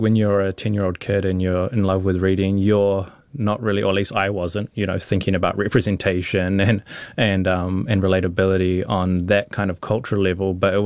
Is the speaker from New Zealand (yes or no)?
yes; New Zealand; she's very much kind of based on me, you know, like a mixed race person growing up in New Zealand.